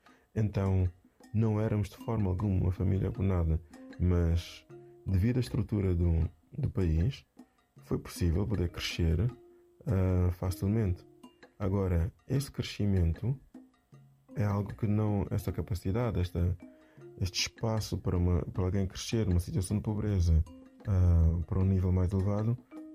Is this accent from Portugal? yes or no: no; Mozambique; moved away; Ser moçambicano é uma coisa que acho difícil de descrever. É algo que se vive, que se sente. Então, e ser principalmente ser moçambicano na diáspora, é sentir aquela vontade de est